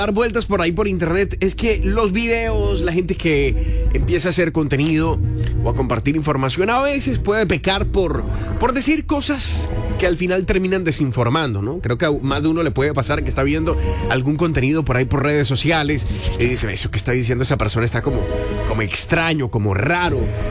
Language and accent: Spanish; Colombia; a nosotros todos como colombianos nos duele